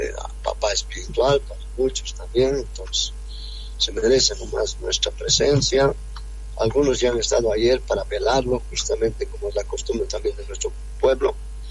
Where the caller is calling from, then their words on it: Potosí, Bolivia